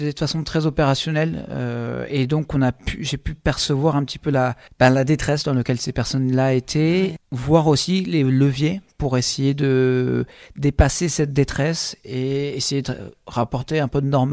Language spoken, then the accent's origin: French; Toulouse, Occitanie, France; je pense qu'en tant que Toulousain, on est imprégné par cette culture hispanique et ça me tenait à cœur de la retrouver.